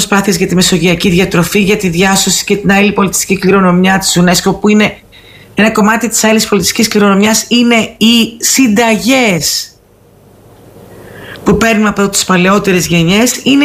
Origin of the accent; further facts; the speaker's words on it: Peloponnese, Greece; συμμετείχα σε παγκόσμιο συνέδριο πάλι εκπροσωπώντας την Ελλάδα και τη Μεσσηνία ιδιαίτερα